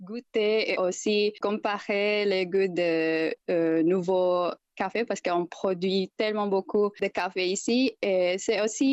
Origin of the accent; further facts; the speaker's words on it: Batam, Riau Islands, Indonesia; j'ai 24 ans, je viens de l'île de Batam en Indonésie